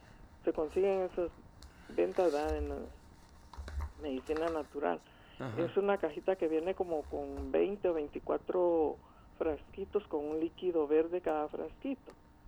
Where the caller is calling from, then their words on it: El Progreso, Jutiapa, Guatemala; somos de Jutiapa, del Progreso de Jutiapa.